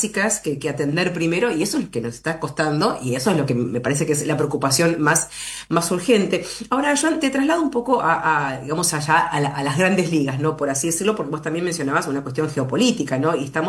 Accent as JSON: {"language": "Spanish", "country": "Argentina", "said": "¿En qué punto o en qué lugar nos paramos como sociedad argentina frente a esta tecnología?"}